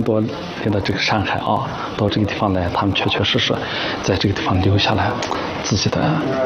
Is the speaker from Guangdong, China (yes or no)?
no; Ningxia, China; born or raised there